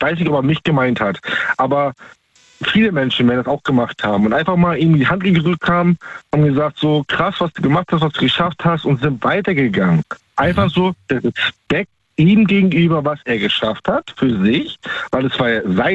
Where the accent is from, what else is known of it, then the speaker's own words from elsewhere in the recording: Baltic coast, Germany; Ich bin ursprünglich aus der Ostsee, da oben die Ecke. Ne? Mhm. Arbeite aktuell in Baden-Württemberg.